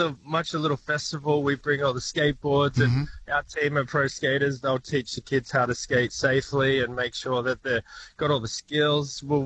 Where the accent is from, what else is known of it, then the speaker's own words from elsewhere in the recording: Leeton, New South Wales, Australia; I suppose I grew up in Leeton and we didn't have a skate park.